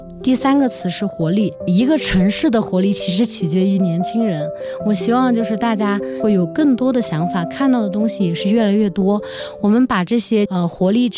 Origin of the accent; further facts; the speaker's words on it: Hunan, China; moved away as an adult; now in Lhasa, China; 虽然说家里面平时藏餐吃的也挺多的，但是我毕竟从小在湖南长大吧